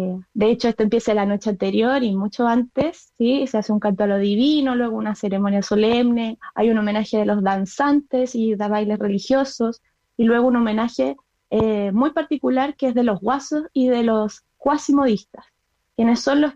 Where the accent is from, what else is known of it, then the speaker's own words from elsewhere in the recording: Isla de Maipo, Santiago Metropolitan Region, Chile; moved away as an adult; now in Santiago, Chile; yo soy oriunda de Isla de Maipo.